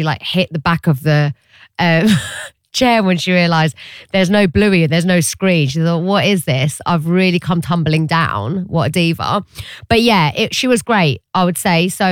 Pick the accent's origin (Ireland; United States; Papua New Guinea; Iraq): Iraq; I am from Iraq, so there's going to be a lot of like Mena sounds, Middle East, North African songs.